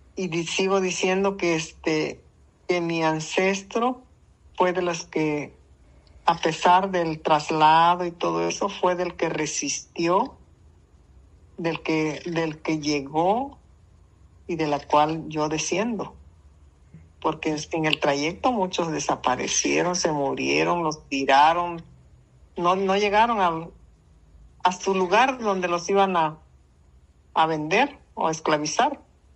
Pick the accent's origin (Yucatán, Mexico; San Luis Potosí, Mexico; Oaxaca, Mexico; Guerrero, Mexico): Oaxaca, Mexico; Pinotepa Nacional; born or raised there